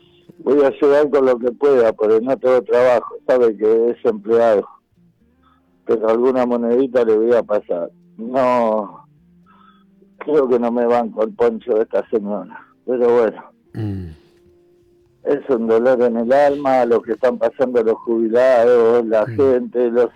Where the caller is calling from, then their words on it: La Matanza, Buenos Aires Province, Argentina; De La Matanza. De La Matanza, estoy entre Isidro Casanova y La Ferrer.